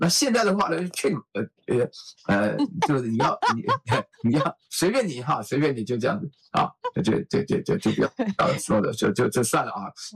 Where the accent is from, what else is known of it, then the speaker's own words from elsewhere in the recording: China; 我们中国人有一个非常非常大的麻烦。就我们常常公私不分，你知道吗？